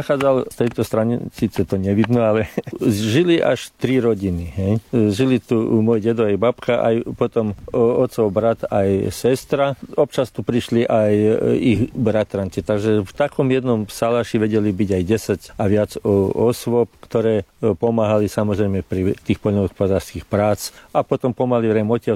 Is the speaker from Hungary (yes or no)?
no; Croatia; povedzme u nás v Chorvátsku